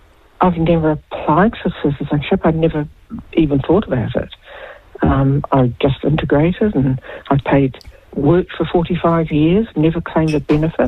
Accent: New Zealand; No, I'm a Kiwi.

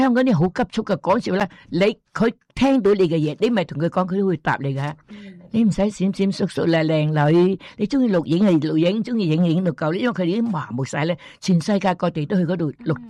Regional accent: Guangdong, China; now in Australia; 我哋广东人

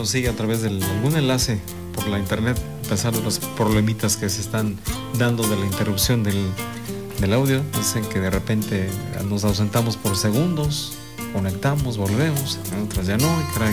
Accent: Mexico; si somos mexicanos, somos hermanos

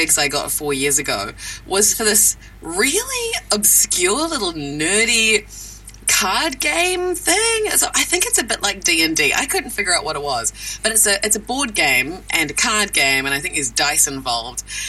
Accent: New Zealand; accent: New Zealand; I didn't have many hours under my belt, so I sound very, very half New Zealand, half Kiwi

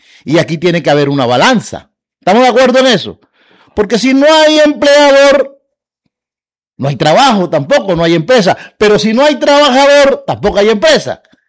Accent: Cartagena, Bolívar, Colombia; como ciudadano colombiano y particularmente de pertenecer a estas regiones, aquí a la ciudad.

